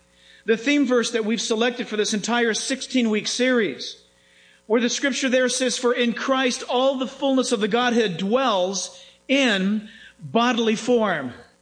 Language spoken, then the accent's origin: English; San Diego, California, United States; also born or lived in Orange County; growing up in San Diego and then in Orange County, I used to get so excited when it was time for my mom to go to the grocery store